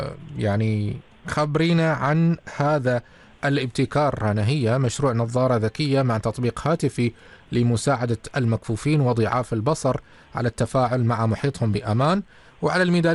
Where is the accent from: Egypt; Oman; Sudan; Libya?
Oman; هويتنا نحن كعمانيين